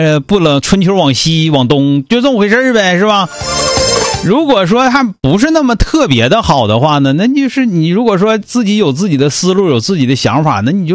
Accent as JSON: {"language": "Chinese", "region": "Northeast China", "country": "China", "said": "但速冻饺子咱们东北人不爱吃啊"}